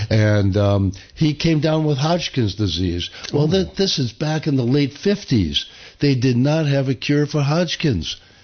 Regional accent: Rochester, United States; 15 of us interns from all over the country, and I was one from Rochester

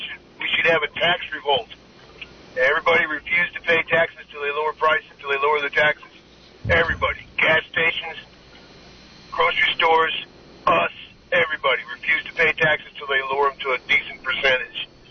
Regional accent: Washington, District of Columbia, United States; born there; also born or lived in Midwest, United States; I was born on the East Coast, Washington, D.C., okay? I had to live in the Midwest.

